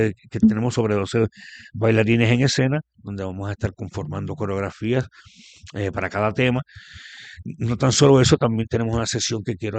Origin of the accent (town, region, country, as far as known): Puerto Rico